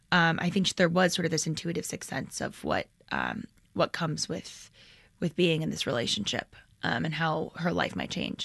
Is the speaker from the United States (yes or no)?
yes; Michigan, United States; I'm from Michigan, so I really love our northern neighbors.